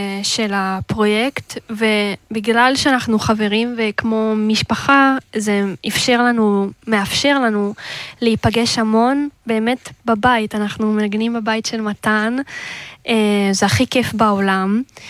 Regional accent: Tel Aviv, Tel Aviv District, Israel; היא תל אביבית כמוני.

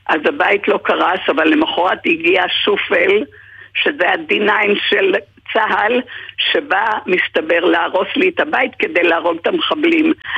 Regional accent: Be'eri, Southern District, Israel; born there; also born or lived in Hungary; now in Kibbutz Hatzerim, Israel; זה הבית שגדלתי בו מעל 60 שנה, מעל 60 שנה הייתי שם, מגיל 13.

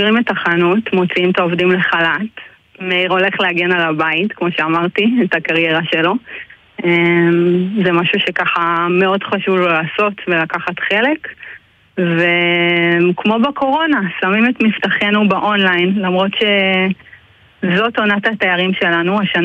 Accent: Kiryat Shmona, Northern District, Israel; born there; אני ילידת קריית שמונה, אז אני רגילה למתח בלי כיפת ברזל

